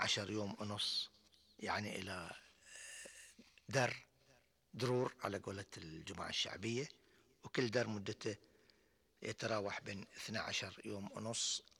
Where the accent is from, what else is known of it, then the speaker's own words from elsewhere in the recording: Bahrain; وعندنا في البحرين ما أقدر أقول إن فترة المطر، ولكن في كثير من الدول العربية هي فترة المطر.